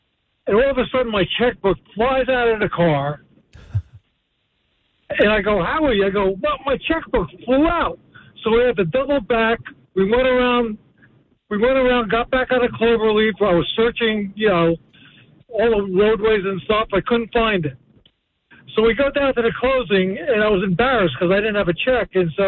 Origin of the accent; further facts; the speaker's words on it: New Jersey, United States; About 20 years ago, well, I grew up in Waldorf, New Jersey, the greatest little town in the country.